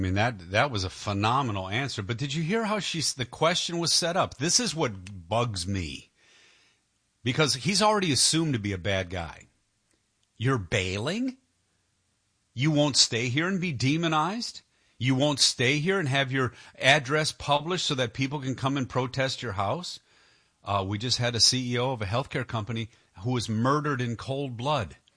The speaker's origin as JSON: {"language": "English", "town": "Detroit", "region": "Michigan", "country": "United States", "tie": "born or raised there", "also_born_or_lived": "New York", "moved": "yes", "said": "I grew up in Detroit"}